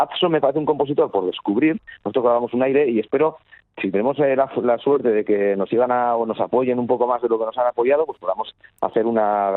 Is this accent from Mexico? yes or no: no; Basque Country, Spain; yo soy del País Vasco